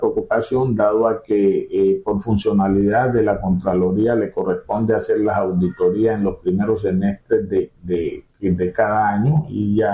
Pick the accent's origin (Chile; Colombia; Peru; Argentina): Colombia; Buenaventura, Valle del Cauca; nosotros como pueblo bonaerense